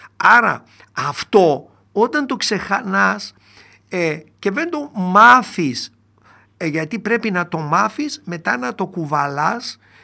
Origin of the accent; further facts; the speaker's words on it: Greece; Είμαστε Έλληνες.